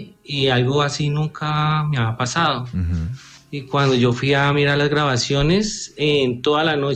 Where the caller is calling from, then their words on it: Ibagué, Tolima, Colombia; Me comunico acá desde Ibagué